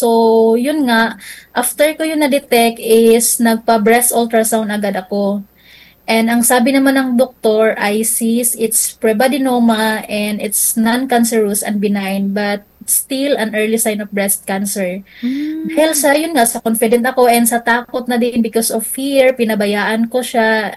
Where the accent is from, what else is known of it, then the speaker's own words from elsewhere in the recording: Mindanao, Philippines; moved away as an adult; now in Manila, Philippines; I came from Mindanao po. Pumunta lang ako dito sa Maynila for medication